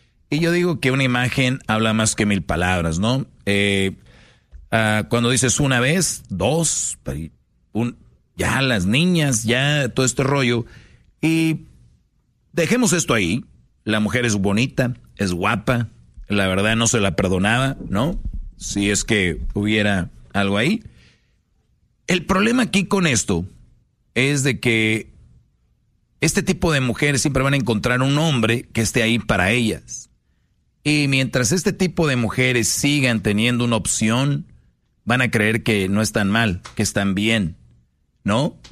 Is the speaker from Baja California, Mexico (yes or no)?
no; Monterrey, Nuevo León, Mexico; yo de niño en Monterrey sí jugábamos con eso